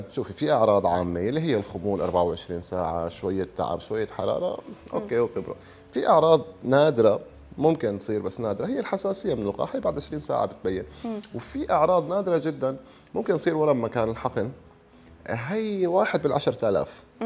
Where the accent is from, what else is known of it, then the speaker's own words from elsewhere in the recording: Syria; نحن بسوريا